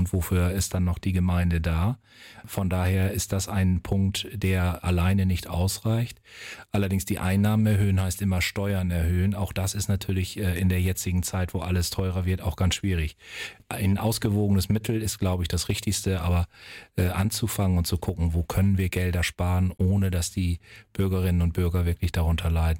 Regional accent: Friedeburg, Lower Saxony, Germany; weil Friedeburg meine Heimatgemeinde ist und ich sehe, dass man in meinem Beruf viel dafür tun kann

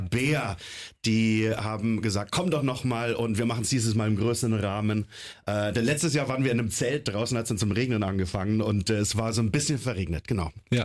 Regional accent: Bavaria, Germany; now in Berlin, Germany; Ich komme ursprünglich aus Bayern, deswegen trage ich auch eine Lederhose.

